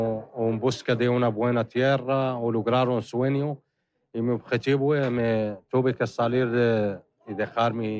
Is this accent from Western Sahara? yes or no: yes; Western Sahara; also born or lived in Tindouf; now in Bilbao, Spain; Yo soy una persona, yo soy del Sahara, llevo aquí en Bilbao 9 años.